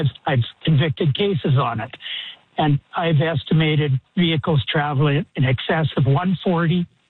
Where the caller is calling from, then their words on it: Innisfail, Alberta, Canada; I come from Innisfail to Calgary periodically in my business.